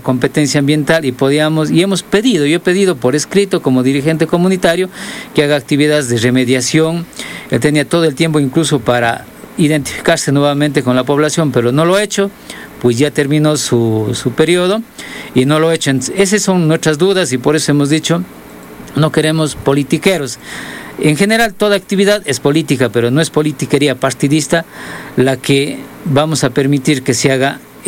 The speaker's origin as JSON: {"language": "Spanish", "area": "Molleturo", "region": "Azuay", "country": "Ecuador", "said": "yo vengo de uno de los territorios como parte de la dirigencia de la FOA y vengo desde Molleturo"}